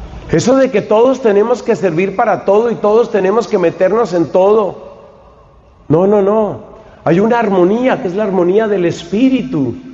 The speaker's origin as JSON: {"language": "Spanish", "country": "Colombia", "said": "Yo soy colombiano, yo no soy finlandés. Yo sé que tengo un poco cara de sueco y de escandinavo, pero... pero yo soy colombiano, de raíces indígenas y africanas y mexicanas, y yo soy un mestizo."}